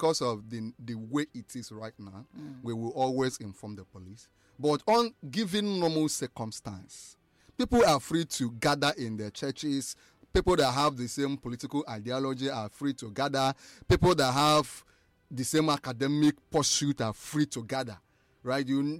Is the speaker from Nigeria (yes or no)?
yes; Nigeria; as a Nigerian citizen, we are free to move around.